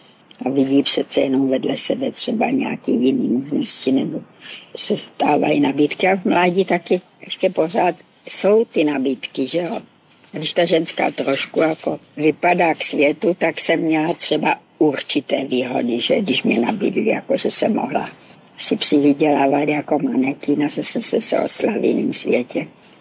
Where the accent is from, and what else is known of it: Moravia, Czechia; now in Prague, Czech Republic